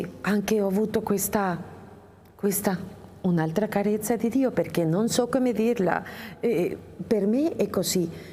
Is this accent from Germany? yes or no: no; Mexico; Italian is a second language; Questa messicana